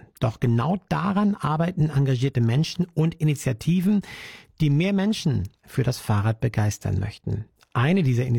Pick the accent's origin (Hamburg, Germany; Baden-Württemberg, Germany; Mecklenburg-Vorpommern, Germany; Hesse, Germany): Hamburg, Germany; Ja, und ich meine, bei uns in Deutschland, gerade in den Metropolregionen, du bist aufgewachsen in Wedel, sozusagen direkt neben Hamburg dran, so ich als Hamburger Jung.